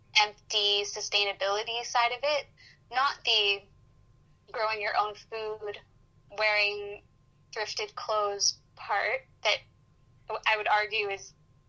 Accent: Vancouver, British Columbia, Canada

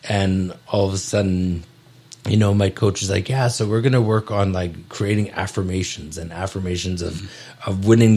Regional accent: Netherlands; also born or lived in Nelson, Canada; now in Penticton, Canada; I'm pretty short for a Dutchman

